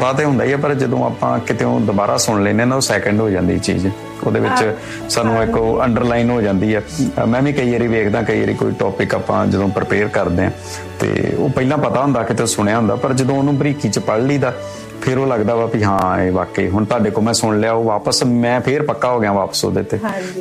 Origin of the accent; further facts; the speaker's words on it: Batala, Punjab, India; ਅਸੀਂ ਵੀ ਬਟਾਲੇ ਵਾਲੇ ਆ।